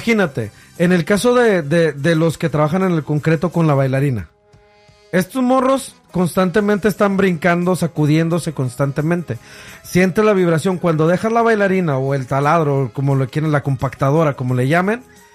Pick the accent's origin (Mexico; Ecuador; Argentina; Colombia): Mexico; nosotros como cultura mexicana no nos rajamos al trabajo.